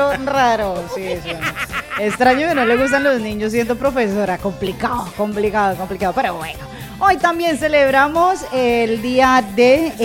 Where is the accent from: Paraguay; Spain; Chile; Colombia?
Colombia